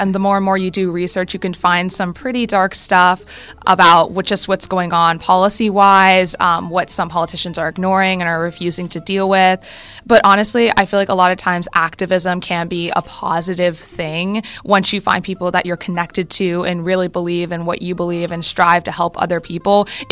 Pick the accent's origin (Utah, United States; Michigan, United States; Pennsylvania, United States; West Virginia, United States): Pennsylvania, United States; Bridgeville; I'm from the Bridgeville community.